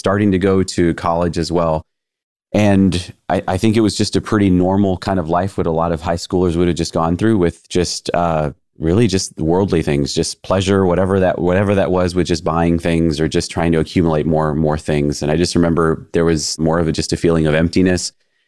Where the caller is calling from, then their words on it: Austin, Texas, United States; I'm from Austin